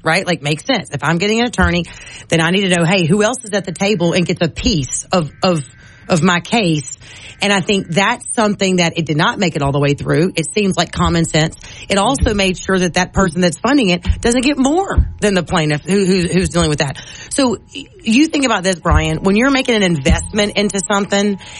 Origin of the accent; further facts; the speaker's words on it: Louisiana, United States; he heard I was from Louisiana